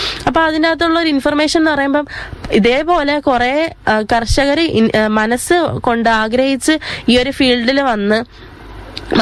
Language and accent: Malayalam; Kerala, India; ആദ്യം ഞാൻ വരുന്നത് തുരുത്തി നിന്നാ. ഞങ്ങളുടെ അവിടെ ഉള്ള ആളുകൾ ഏറ്റവും കൂടുതൽ ചെയ്യുന്ന മത്സ്യകൃഷിയാണ്.